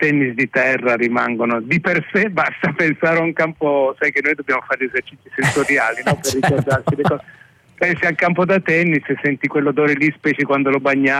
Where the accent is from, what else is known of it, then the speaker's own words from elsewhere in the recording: Turin, Piedmont, Italy; Io ero cresciuto a Torino